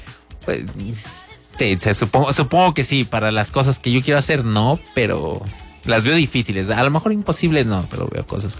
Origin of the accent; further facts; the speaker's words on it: Mexico; yo como mexicano